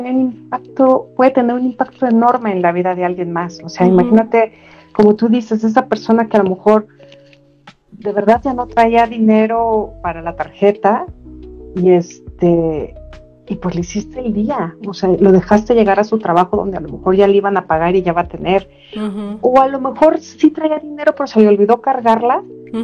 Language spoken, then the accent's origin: Spanish; Mexico; esta película es súper bonita de cómo muchas veces los mexicanos transmitimos ese amor y esa alegría a otras culturas